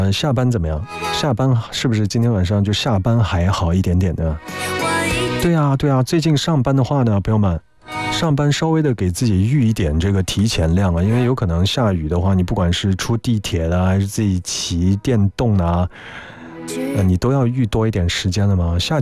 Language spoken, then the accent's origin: Chinese; Guangdong, China; 我是广东人啊，但是我粤语其实讲的没有那么好了